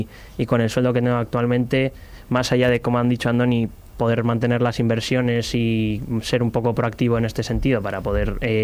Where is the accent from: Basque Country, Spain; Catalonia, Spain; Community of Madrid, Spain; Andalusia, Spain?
Basque Country, Spain; Portugalete; Yo de Portugalete